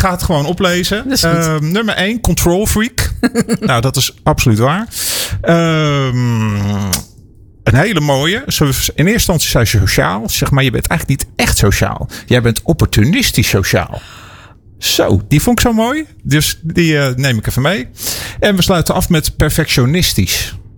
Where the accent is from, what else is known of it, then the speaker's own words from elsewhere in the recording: North Holland, Netherlands; Opgegroeid in de Hoornmeer achter het politiebureau.